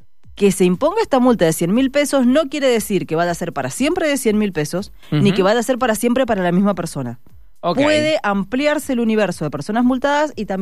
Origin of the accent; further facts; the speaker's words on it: Argentina; el consumo privado sigue cayendo en nuestro país